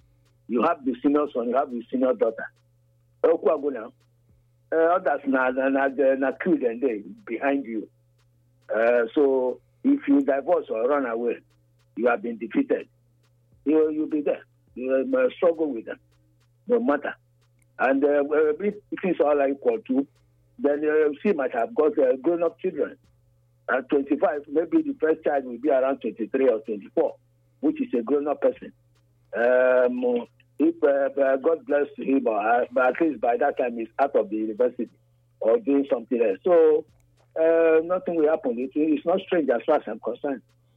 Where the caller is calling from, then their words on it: Nigeria; I'm calling from Santana Junction, Obosan Community.